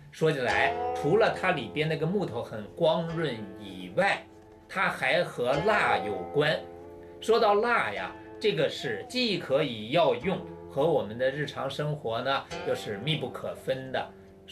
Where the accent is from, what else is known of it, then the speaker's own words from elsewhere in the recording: China; 不但我们中国人用，而且呢，还把它出口到了欧洲